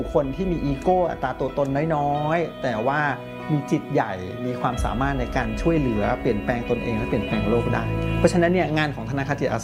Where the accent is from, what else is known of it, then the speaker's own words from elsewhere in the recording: Bangkok, Thailand; เป็นเด็กกรุงเทพครับเกิดและโตที่กรุงเทพที่บ้านเนี่ยให้ความสำคัญกับการเรียนมาก